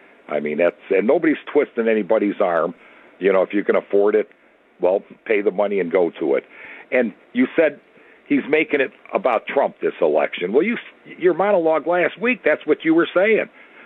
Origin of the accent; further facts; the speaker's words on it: United States; one of the greatest moments I think I've seen as an American was in Washington at that event